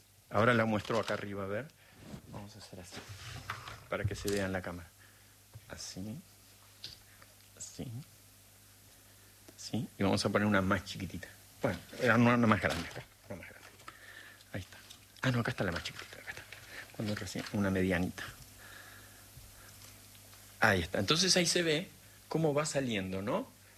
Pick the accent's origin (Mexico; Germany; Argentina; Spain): Argentina; Bariloche, Río Negro; also born or lived in El Manso; pasé de la escuela alemana de Bariloche, yo nací en Bariloche, a la Escuela Rural del Manso.